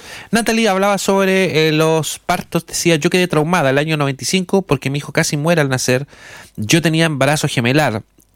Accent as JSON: {"language": "Spanish", "country": "Chile", "said": "Nosotros como chilenos lo sabemos"}